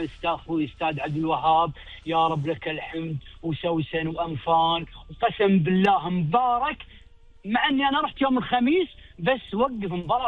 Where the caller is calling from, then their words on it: Kuwait; إحنا ككويتيين